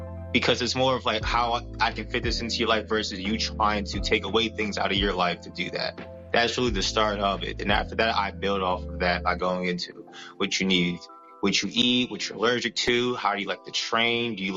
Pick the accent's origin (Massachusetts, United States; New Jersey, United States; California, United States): New Jersey, United States; also born or lived in Mullins, South Carolina; I actually grew up in New Jersey. I grew up in New Jersey practically my whole life, and I used to go back and forth between South Carolina and Mullins.